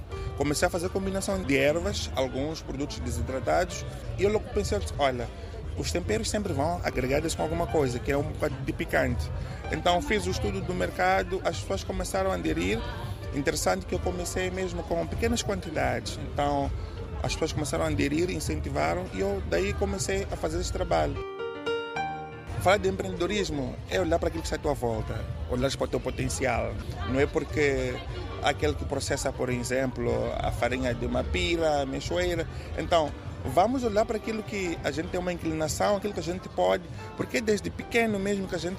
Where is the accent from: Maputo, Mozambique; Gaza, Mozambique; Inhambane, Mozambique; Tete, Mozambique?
Maputo, Mozambique; Manhiça; sou da Manhissa.